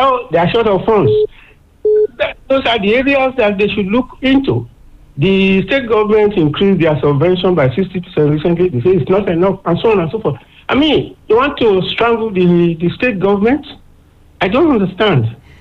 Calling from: Akure, Ondo, Nigeria; I'm calling from Akure.

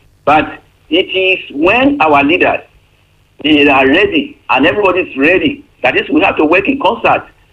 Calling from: Iwaroka, Nigeria; I'm calling from Iwaroka.

